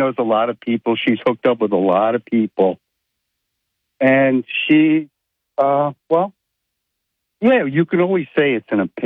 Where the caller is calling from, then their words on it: Norwich, New York, United States; in Norwich.